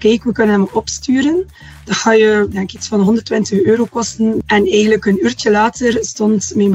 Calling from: Bruges, Flanders, Belgium; We komen van Brugge.

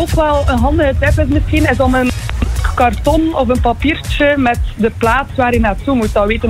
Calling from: Kortrijk, Flanders, Belgium; Wel, ik ben van Kortrijk

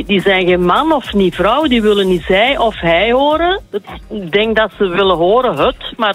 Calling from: Turnhout, Flanders, Belgium; Van Turnhout

